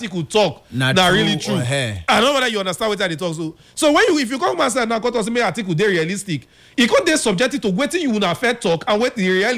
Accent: Benin City, Edo, Nigeria; as a Benin person, for many of us, when we say we come from Benin, we reverend the king

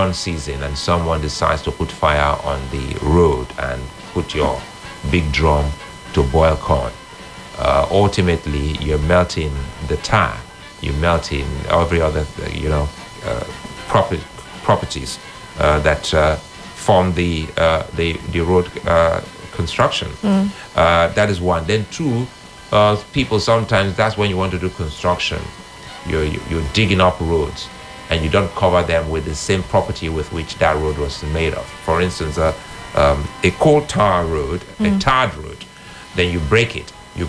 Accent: Benin City, Edo, Nigeria; my next door neighbor that we grew up here in Benin together.

